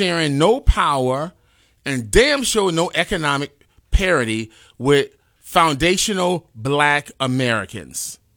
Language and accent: English; India; I'm from India.